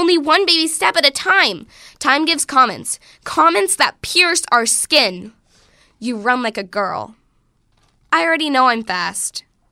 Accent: Greenfield, Pennsylvania, United States; I'm from Greenfield.

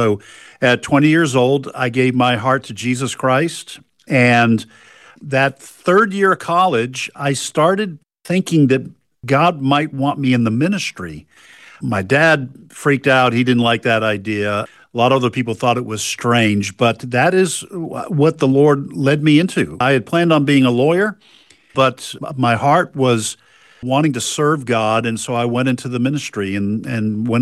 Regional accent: Boston, Massachusetts, United States; I was raised in the New England area, the Boston area. My dad was raised Catholic. My mom was raised Greek Orthodox.

